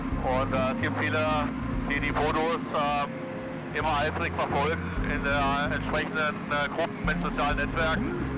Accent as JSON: {"language": "German", "region": "Baden-Württemberg", "country": "Germany", "tie": "born or raised there", "said": "Ich bin am Rhein aufgewachsen, in der Nähe von Freiburg."}